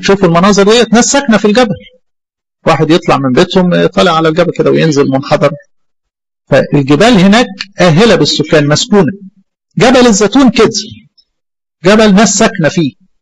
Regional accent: Egypt; الجبال عندنا في مصر

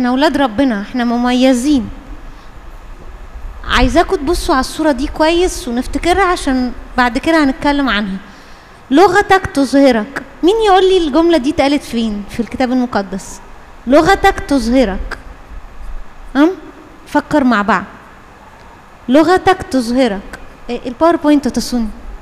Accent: Upper Egypt, Egypt; انا اساسا اصلي من الصعيد

